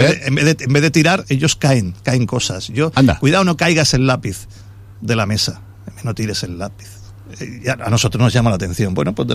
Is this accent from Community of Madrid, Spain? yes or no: no; Valencian Community, Spain; Es verdad que nosotros pues tenemos nuestra forma de hablar también muy en este caso relacionada pues por la presencia del valenciano, de un valenciano también bastante peculiar, porque somos de las últimas zonas donde se habla valenciano